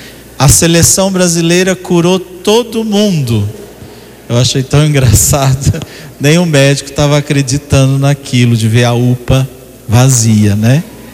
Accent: Brazil; Nós somos brasileiros, temos que sempre ter orgulho do país onde nós nascemos, né?

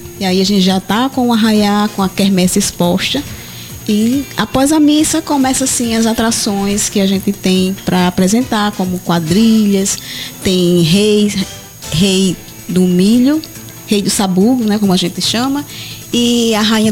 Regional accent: Northeast Region, Brazil; Como somos nordestinos, raiz

